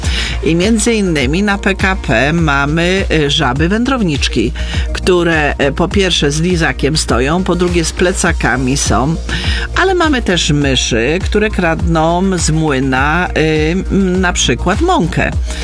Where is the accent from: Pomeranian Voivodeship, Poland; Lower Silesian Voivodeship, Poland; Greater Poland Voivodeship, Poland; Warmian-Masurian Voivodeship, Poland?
Lower Silesian Voivodeship, Poland; nie ma piękniejszych kamieni niż u nas w Sudetach